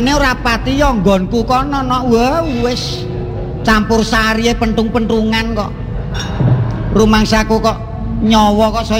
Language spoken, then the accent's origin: Javanese; Purworejo, Central Java, Indonesia; Nah, aku bunga rasaku nok adoh. Aku saka Kabupaten Purworejo.